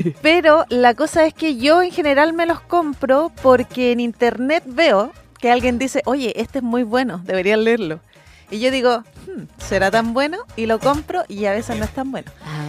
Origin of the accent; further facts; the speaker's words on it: Valdivia, Los Ríos, Chile; hoy soy de Valdivia, así que esta tienda de mangas a la que yo siempre le voy a comprar.